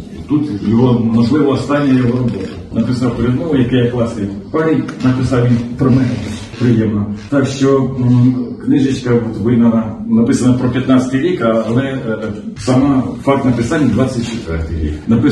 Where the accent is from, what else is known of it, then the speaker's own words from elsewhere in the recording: Kherson Oblast, Ukraine; я сам з Херсонщини, наша земля ніби тоді не, до війни не мала ніякого відношення